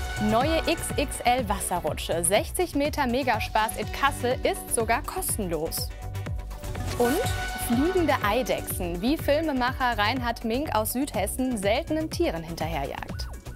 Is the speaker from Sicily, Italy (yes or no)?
yes; Sicily, Italy; moved away; In meiner Heimat Sizilien, da sind bereits zehntausende Hektar Land verbrannt.